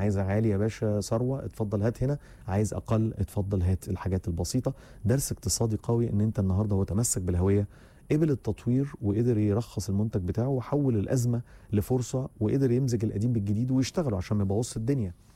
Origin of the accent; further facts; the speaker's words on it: Egypt; مواعيدنا كمصريين